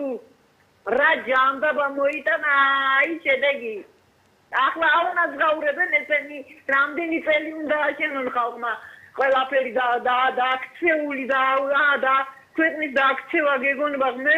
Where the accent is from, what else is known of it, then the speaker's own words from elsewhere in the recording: Kakheti, Georgia; კახეთში გავიზარდე, დავბერდი. ესეთი რაღაც არ მახსოვს.